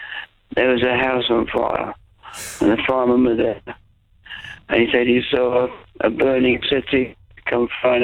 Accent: Gillingham, South East England, United Kingdom; now in Harrogate, United Kingdom; I'm from Gillingham in Kent, and my father grew up in Gillingham.

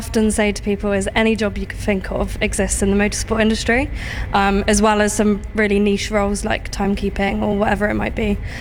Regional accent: South West England, United Kingdom; I grew up in Cornwall, so as you can imagine, there's probably not much motorsport down there.

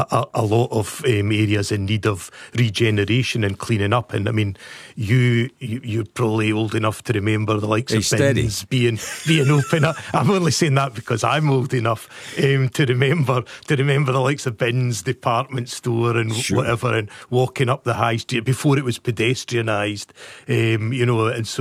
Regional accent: Dumfries, Scotland, United Kingdom; you can tell from the accent, I'm born and brought up in Dumfries, and I'm very proud Dunhamer and Queen of the South supporter

